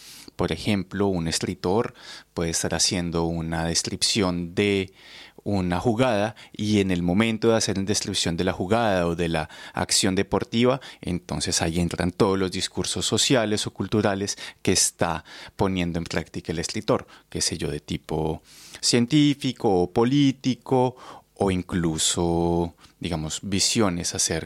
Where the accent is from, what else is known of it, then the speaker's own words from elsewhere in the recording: Bogotá, Colombia; Y bueno, soy colombiano de Bogotá, y ya, eso es como lo primero que te puedo decir.